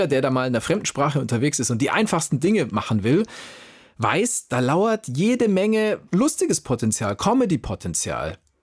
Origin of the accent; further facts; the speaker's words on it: Bavaria, Germany; Ich wollte nicht der Bayer sein, der da reinplatzt und seine Semmeln bestellt.